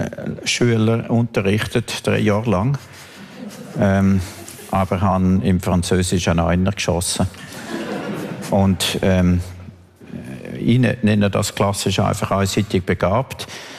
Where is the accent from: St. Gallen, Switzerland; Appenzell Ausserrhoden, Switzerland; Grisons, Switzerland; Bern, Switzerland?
Grisons, Switzerland; bin ich ins Bündnerland und habe ihnen gezeigt, zum Anlass vom 40. Todestag von meinem Vater, wo ich aufgewachsen bin.